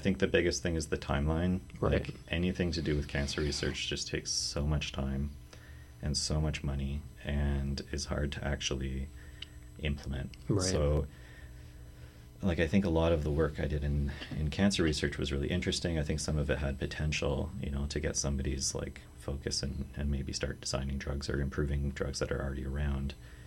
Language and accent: English; Ontario, Canada; We're both originally from Ontario.